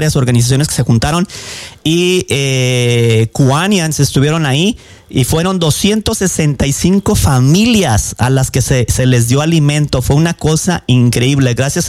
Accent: Colima, Mexico; now in Pasco, United States; de donde yo vengo, que es Colima, en Colima todos somos familia.

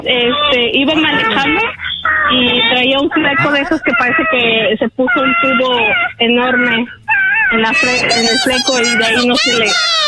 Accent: Mexico City, Mexico

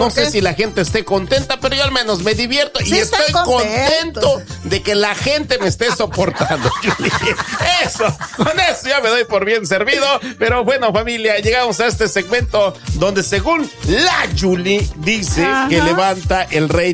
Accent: Mexico; somos católicos, apostólicos, mexicanos y romanos

